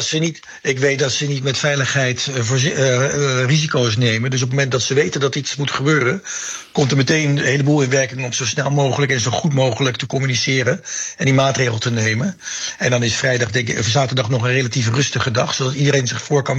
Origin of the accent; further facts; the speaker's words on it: Netherlands; wij als Nederlanders ons allemaal moeten realiseren dat we zo niet door kunnen gaan.